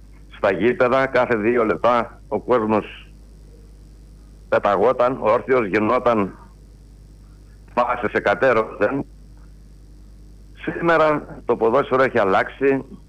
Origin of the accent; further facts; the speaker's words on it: Greece; moved away as an adult; now in Athens, Greece; Η καταγωγή μου είναι από Ελλάδα